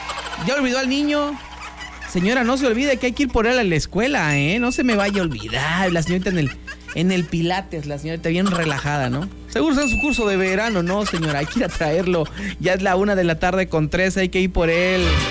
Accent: Mexico; También ya tengo mi bandera mexicana, ya la puse allá en mi balcón, orgullosamente mexicano, que lo vean los colombianos que viven ahí mismo junto, en el mismo edificio, que lo vean que somos mexicanos.

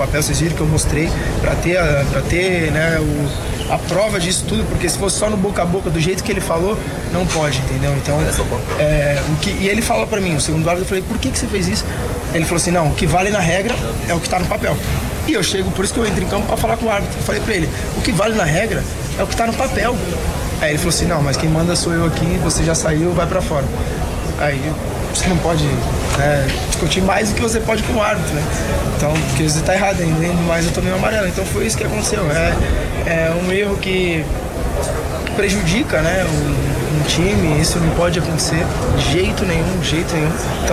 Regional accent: Brazil; eu sou brasileiro

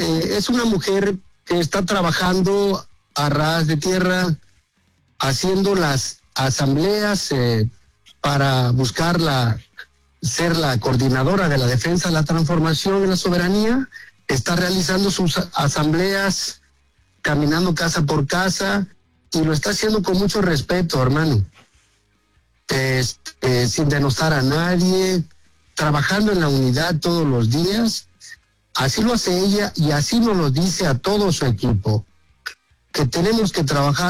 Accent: Mexico; yo desayuno con un desayuno costeño, pues soy de Metepec.

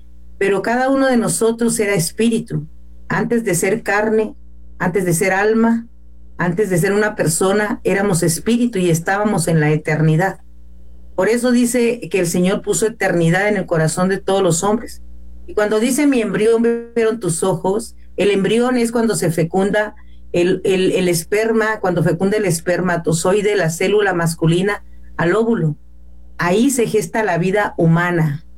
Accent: Mexico; nuestra nación de México

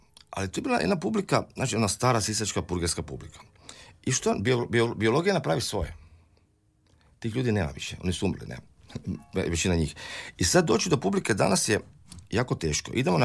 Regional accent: Zadar, Zadar County, Croatia; moved away; Ja sam inače rođen u Zadru, odrastao sam u Zadru i život me donio da sam počeo predavati klavir davno u Petrinji.

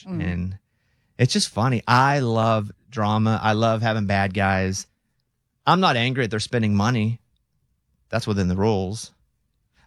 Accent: Arkansas, United States; And growing up in Arkansas, we're taught to hate the University of Texas.

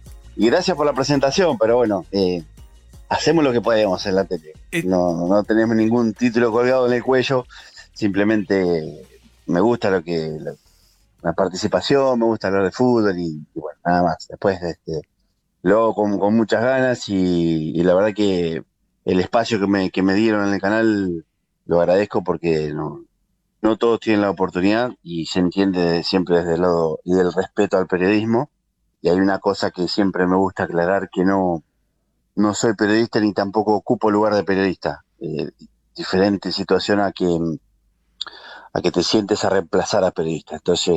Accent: General San Martín, Buenos Aires Province, Argentina; yo nací en San Martín, soy de San Martín y crecimos con el fútbol, con la pelota, con los campeonatos de barrio. Yo nací en el barrio Libertador, cerca de la cancha de JJ.

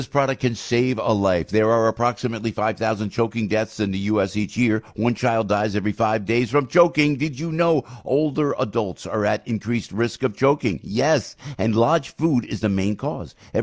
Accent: New Jersey, United States; No, I'm from New Jersey, and I say Iran, you know.

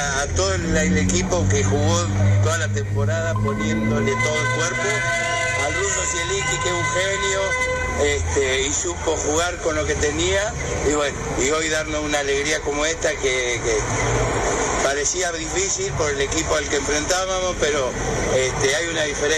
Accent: Córdoba, Argentina; born there; now in Río Gallegos, Argentina; Nacido en la Maternidad Nacional frente a la Plaza Colón.

